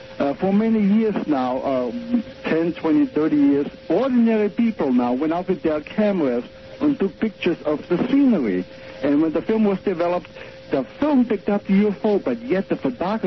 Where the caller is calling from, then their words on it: Phoenix, Arizona, United States; from Phoenix.